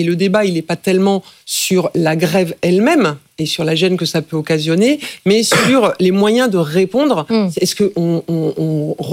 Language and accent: French; France; en tant que Français, concitoyen